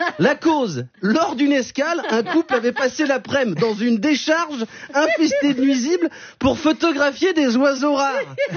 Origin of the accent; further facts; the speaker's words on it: Vaulx-en-Velin, Auvergne-Rhône-Alpes, France; born there; moi je suis né à Vaux-en-Velin, l'escape game, il a commencé à ma naissance, j'y suis encore.